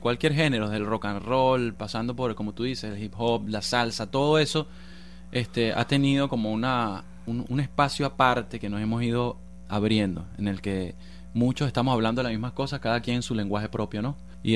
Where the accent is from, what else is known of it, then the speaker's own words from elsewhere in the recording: Venezuela; en mi país, en Venezuela